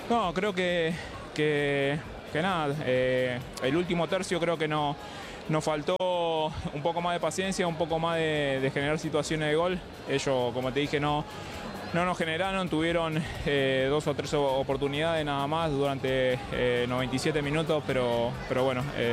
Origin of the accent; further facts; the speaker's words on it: Argentina; Soy un argentino más que va a alentar por ellos